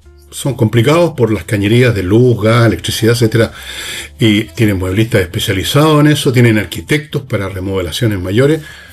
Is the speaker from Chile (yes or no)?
yes; Chile; Esas personas somos los chilenos y ese país es Chile.